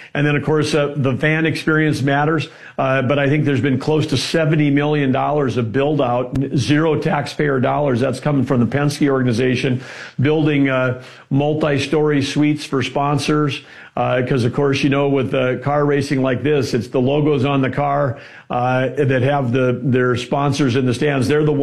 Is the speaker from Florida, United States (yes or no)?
no; North Dakota, United States; growing up in North Dakota, the only thing we had there was, you know, a quarter mile and eighth mile dirt track racing with the hobby stocks.